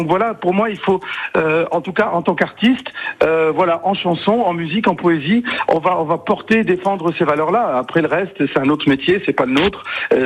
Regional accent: Roubaix, Hauts-de-France, France; je suis né, j'ai grandi à Roubaix, donc c'était la ville la plus pauvre de France. Et c'est vrai que là où on vivait, autour de nous, il y avait beaucoup de précarité, de violence

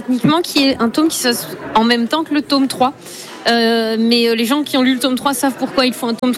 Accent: Brittany, France; Après, c'est ma culture vu que je suis bretonne. Donc c'est sûr que c'est ma culture de base. J'ai grandi dedans

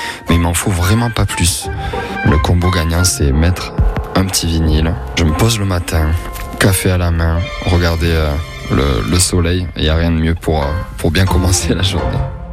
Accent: Toulouse, Occitanie, France; le quartier des Arènes, alias les Zaza, parce que c'est là où je suis né, là où j'ai grandi, là où je me suis construit et où j'ai tous mes souvenirs d'enfance.

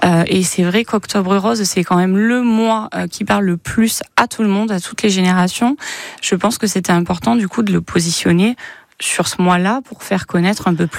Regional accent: Nîmes, Occitanie, France; born there; now in Dordogne, France; Je viens du milieu rural, alors je suis pas du secteur du tout. Moi, je suis née à Nîmes. Mais c'est vrai que la Dordogne m'a accueillie à bras ouverts

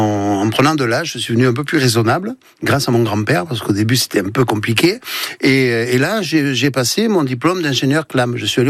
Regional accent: Nice, Provence-Alpes-Côte d'Azur, France; born there; moi, je suis d'origine niçoise. Je suis né à Nice.

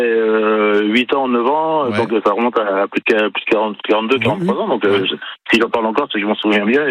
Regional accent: Brittany, France; moved away; quand j'étais gosse chez mes parents en Bretagne, parce que je suis breton.

